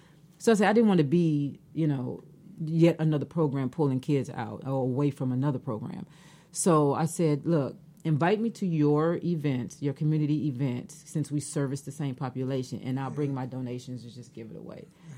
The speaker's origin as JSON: {"language": "English", "town": "Chicago", "region": "Illinois", "country": "United States", "moved": "yes", "said": "I'm from Chicago. You know, I came down here about 8 years ago."}